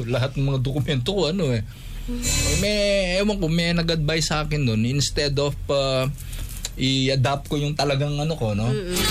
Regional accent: Central Luzon, Philippines; born there; sa Pampanga ako pinanganak.

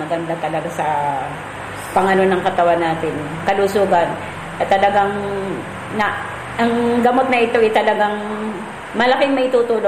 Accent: Calapan, Oriental Mindoro, Philippines; Taga Ilaya ko.

